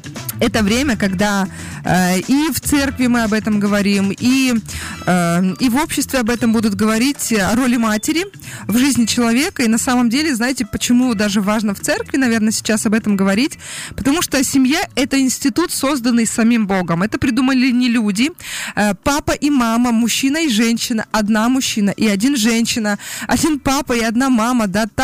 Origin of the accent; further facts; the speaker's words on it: Belarus; я из Беларуси